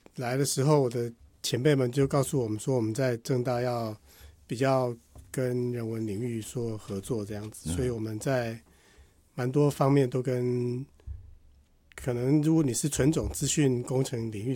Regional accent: Taiwan; 我们大家在台湾长大

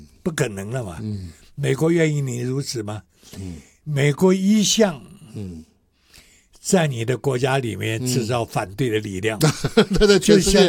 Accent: Taiwan; 你看我们台湾人很多对日本人很崇拜

